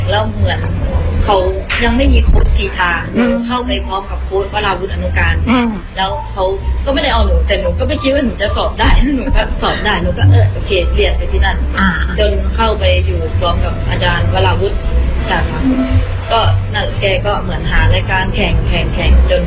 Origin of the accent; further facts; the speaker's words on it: Trang, Thailand; also born or lived in Surat Thani; หนูเกิดที่นี่แต่ไปโตอยู่ที่สุราษฎร์ตอนตั้งแต่อนุบาลจนถึงป.4ค่ะหนูอยู่สุราษฎร์เพราะว่าพ่อแม่ไปทำงานที่โน